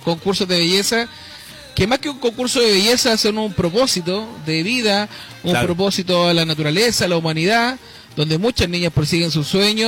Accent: La Ligua, Valparaíso, Chile; moved away as an adult; now in Viña del Mar, Chile; pertenezco a la hermosa, la voy a nombrar porque es muy linda mi ciudad, vengo de la comuna de La Ligua, ya hace varios años ya me radiqué en la ciudad Jardín, por sí, temas laborales

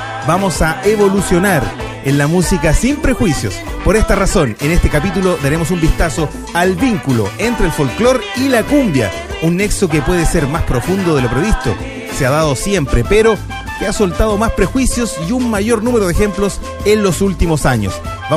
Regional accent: Chile; Los chilenos somos latinoamericanos, y por ende, aunque algunos se resistan, hay expresiones que hemos adoptado y adaptado

